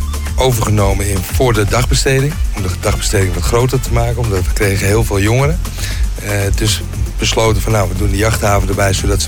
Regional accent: Beverwijk, North Holland, Netherlands; now in Groningen, Netherlands; Ik kom uit Beverwijk.

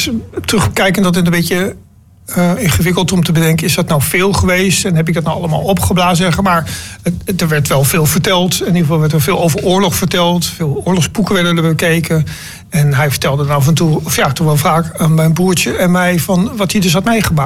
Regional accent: Stadskanaal, Groningen, Netherlands; born or raised there; moved away; also born or lived in Rotterdam

